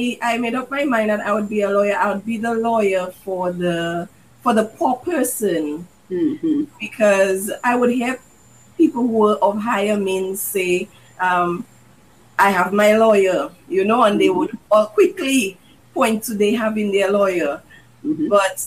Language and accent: English; Salisbury, Dominica; I'm the founder of Your Extra Hands. I'm Dominican, born and raised in Salisbury